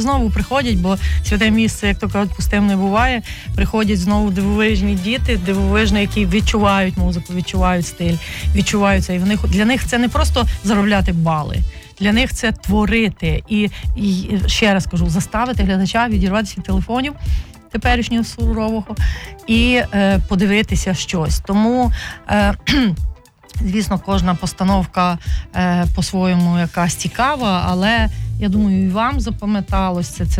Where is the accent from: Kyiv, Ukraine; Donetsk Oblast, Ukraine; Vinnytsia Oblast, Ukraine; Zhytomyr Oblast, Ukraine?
Vinnytsia Oblast, Ukraine; Vinnytsia; Отаке у мене вінницька прописка. Я вінничанка, я цим пишаюсь, і я люблю Вінницю.